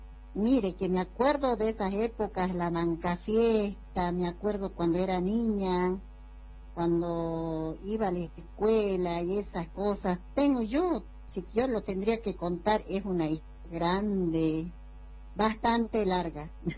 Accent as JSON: {"language": "Spanish", "town": "El Cóndor", "region": "Jujuy", "country": "Argentina", "tie": "born or raised there", "moved": "yes", "said": "Crié en el Cóndor, me crié, nací ahí. Mis padres eran campesinos, tenían yo me crié con llama, con oveja, y aprendí a cantar."}